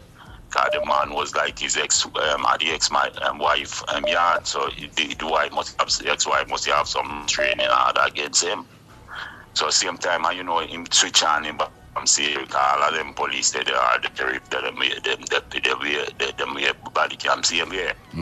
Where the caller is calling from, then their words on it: London, United Kingdom; Yeah, good morning, sir. I'm calling you from London, you know. First time calling, you know.